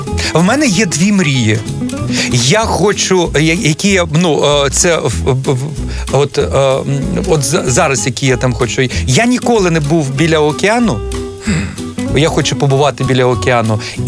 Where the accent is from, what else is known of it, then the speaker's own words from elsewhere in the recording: Crimea, Ukraine; born there; moved away; Там, де я народився, я там не був вже понад 12 років. Я народився в Криму, мені дуже хочеться туди.